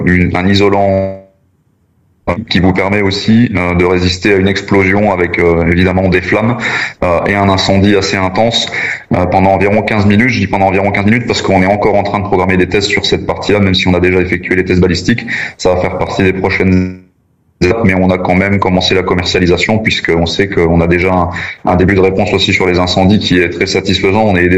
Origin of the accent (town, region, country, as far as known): Grand Est, France